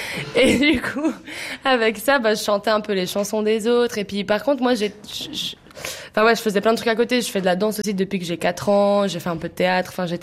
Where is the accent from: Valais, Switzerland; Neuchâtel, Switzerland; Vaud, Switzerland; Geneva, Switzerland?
Valais, Switzerland; Nendaz; Moi, je viens de Haute-Nenda, en Valais